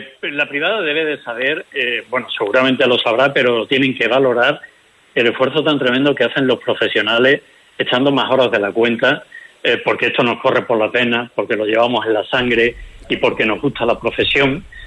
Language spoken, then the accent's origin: Spanish; Nerva, Andalusia, Spain; born there; estoy en mi pueblo, en Nerva